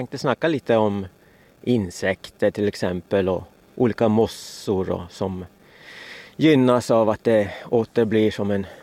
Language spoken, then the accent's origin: Swedish; Kiruna, Norrbotten County, Sweden; mina hemtrakter som är Kiruna